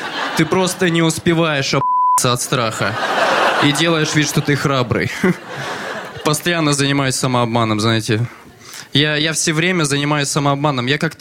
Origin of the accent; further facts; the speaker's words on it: Yekaterinburg, Sverdlovsk Oblast, Russia; Я из Екатеринбурга, и, знаете, я очень люблю свой город.